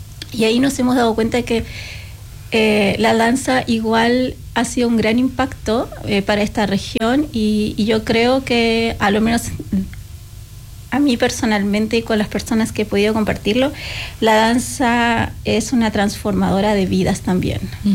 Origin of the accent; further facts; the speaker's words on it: Villa Gesell, Buenos Aires Province, Argentina; moved away as an adult; now in Coyhaique, Chile; yo llegué a vivir a Aysén en el 2004, o sea, a Coyhaique directamente, y yo vengo de Argentina, claro, de un lugar donde hay como mucha oferta, ¿verdad? Yo me formé en un lugar comunitario también, en la ciudad de Villa Gesell